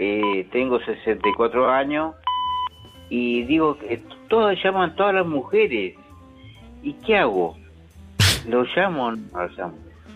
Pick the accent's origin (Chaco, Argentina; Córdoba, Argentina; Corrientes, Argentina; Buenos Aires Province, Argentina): Buenos Aires Province, Argentina; La Plata; escuchame una cosa. Yo soy de La Plata.